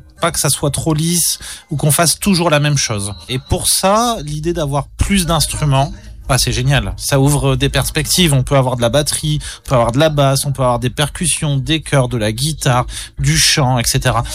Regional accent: France; en tant que Français

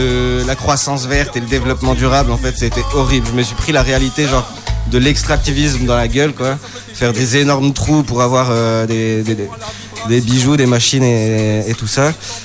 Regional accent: Roubaix, Hauts-de-France, France; moi, j'ai grandi à Roubaix.

